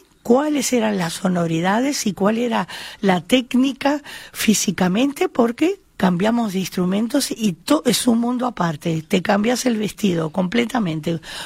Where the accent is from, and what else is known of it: Uruguay